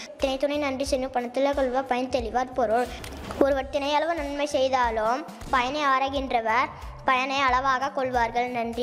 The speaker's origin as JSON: {"language": "Tamil", "town": "Palamedu", "region": "Tamil Nadu", "country": "India"}